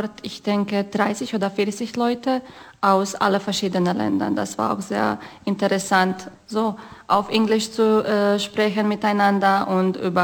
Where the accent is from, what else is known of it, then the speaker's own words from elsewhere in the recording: Croatia; also born or lived in Germany; Mein ganzes Leben lebe ich aber in Kroatien.